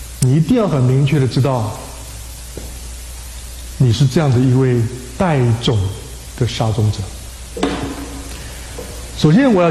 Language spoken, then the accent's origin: Chinese; Taiwan; 我们在台湾信主